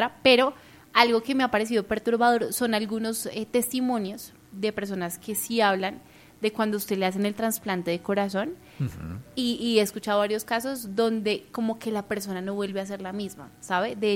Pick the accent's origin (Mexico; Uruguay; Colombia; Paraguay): Colombia